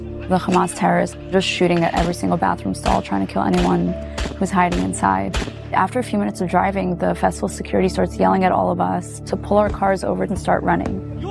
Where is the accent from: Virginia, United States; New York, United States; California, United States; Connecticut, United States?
New York, United States; Great Neck; I grew up in Great Neck in Long Island, New York. My father happens to be Iranian, and my mother happens to be Israeli.